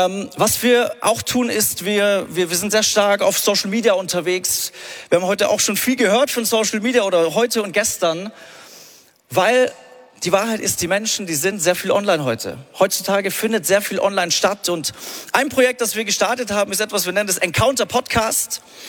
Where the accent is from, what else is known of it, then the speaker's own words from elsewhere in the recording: Munich, Bavaria, Germany; ich bin aus München